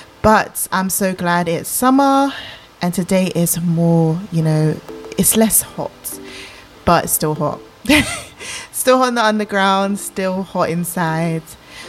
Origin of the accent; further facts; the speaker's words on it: Croydon, London, United Kingdom; I'm from Croydon